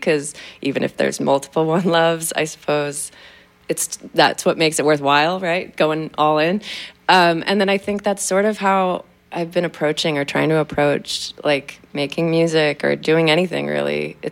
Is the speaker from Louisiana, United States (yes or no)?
no; Tacoma, Washington, United States; moved away as an adult; also born or lived in New York; I grew up in Tacoma, Washington.